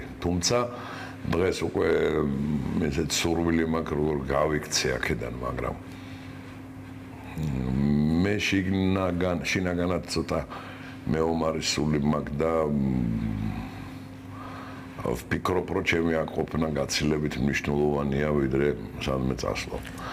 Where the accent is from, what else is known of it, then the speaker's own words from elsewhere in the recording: Tbilisi, Georgia; მე დავიბადე აქ ლეხანოზე და გავიზარდე აქვე. სკოლა იყო ორი სახლის შემდეგ.